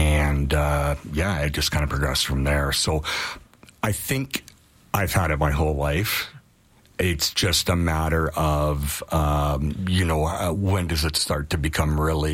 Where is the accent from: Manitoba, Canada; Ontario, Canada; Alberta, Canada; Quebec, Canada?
Alberta, Canada; Spruce Grove; also born or lived in Calgary; Well, I was born in Calgary. And then was brought up to Spruce Grove.